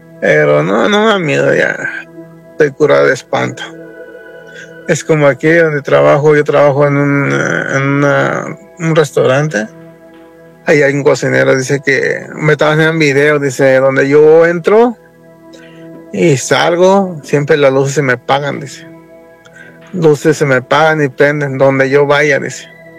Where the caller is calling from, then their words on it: Las Vegas, Nevada, United States; de Las Vegas.